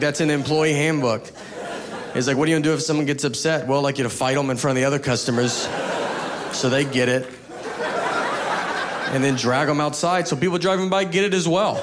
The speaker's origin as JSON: {"language": "English", "region": "the South", "country": "United States", "tie": "born or raised there", "said": "Growing up in the South, no one honks ever."}